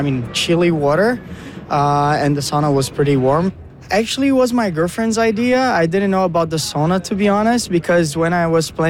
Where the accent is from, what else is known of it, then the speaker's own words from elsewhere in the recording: Rio de Janeiro, Brazil; I mean, I'm from Rio de Janeiro. I work in São Paulo.